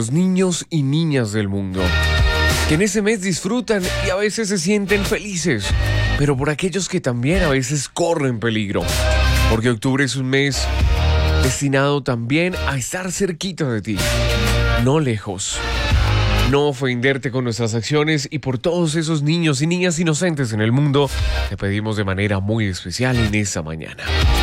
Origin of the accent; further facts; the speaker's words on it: Colombia; Como buen colombiano hay que levantarse, sacudirse un poco el polvo.